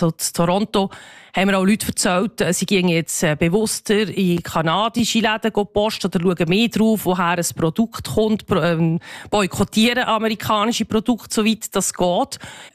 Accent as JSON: {"language": "German", "country": "Switzerland", "moved": "as an adult", "lives_now": "Washington, United States", "said": "ich bin Schweizerin, aber ich wohne in den USA, in Washington."}